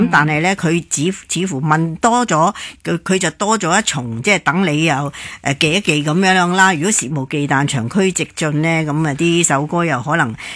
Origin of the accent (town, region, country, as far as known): Hong Kong